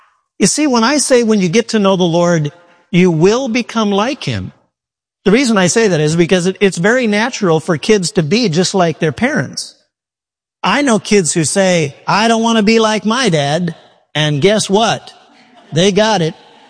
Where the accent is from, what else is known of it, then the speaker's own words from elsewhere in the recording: Midwest, United States; I mean, the lightning was something I've never seen. And I'm from the Midwest.